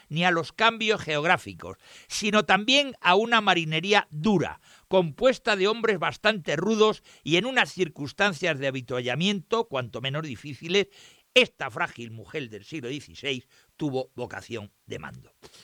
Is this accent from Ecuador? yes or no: no; Santander, Cantabria, Spain; Yo, que soy de Cantabria, soy de Santander, el Portus Victorio de los romanos